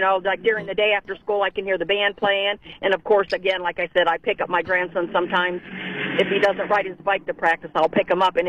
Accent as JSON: {"language": "English", "region": "Ohio", "country": "United States", "said": "we're all from Ohio"}